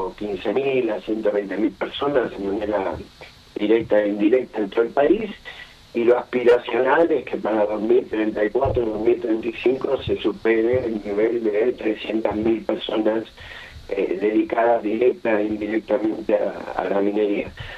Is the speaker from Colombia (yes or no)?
no; Argentina; como argentino, como ciudadano